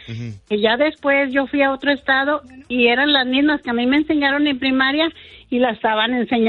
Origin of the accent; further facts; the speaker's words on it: Chihuahua, Mexico; moved away; Pues, yo soy de Chihuahua.